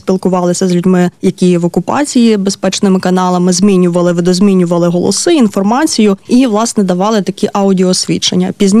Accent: Lviv Oblast, Ukraine; Я родом з Галичини, з Львівської області.

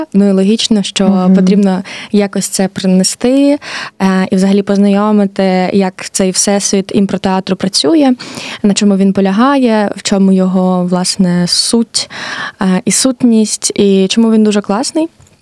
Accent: Kyslivka, Kharkiv Oblast, Ukraine; moved away; я сама з Харківщини, село Кислівка, Купинський район, і Харків – це для мене якби найближча точка, в якій я можу бути близько вдому, і в мене тут живе родина

